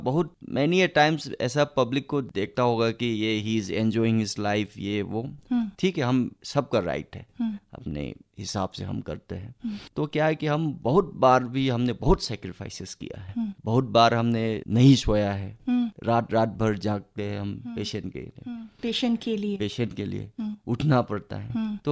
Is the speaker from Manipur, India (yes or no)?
yes; Khangabok, Manipur, India; मैं खांगाबुक एक गांव है थौबाल डिस्ट्रिक्ट में, उससे बिलोंग करता हूँ। हम जॉइंट फैमिली में रहते हैं।